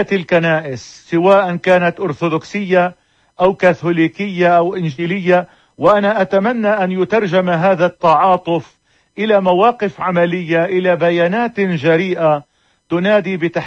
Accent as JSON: {"language": "Arabic", "country": "Palestine", "said": "أنا أعتقد أن هنالك شيئا يتغير لصالحنا كفلسطينيين"}